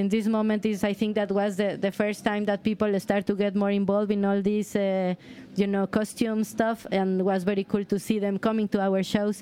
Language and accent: English; Mexico; English is a second language; now in Brighton, United Kingdom; I'm living in England, in Brighton. 11 years ago, yeah, I had been living there. I'm from Mexico, so we work it out.